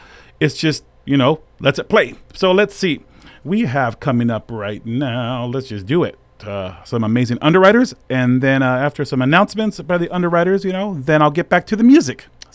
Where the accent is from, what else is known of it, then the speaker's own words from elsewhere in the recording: California, United States; moved away; I come from a time when it was taboo to be, Chicano. I come from California. I come from the time when we still had segregated schools, man.